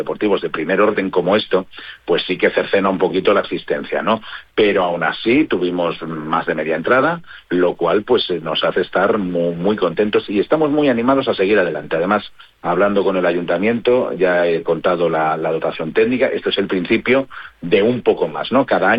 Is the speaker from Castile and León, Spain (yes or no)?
yes; Valladolid, Castile and León, Spain; Yo, por ejemplo, que soy de Valladolid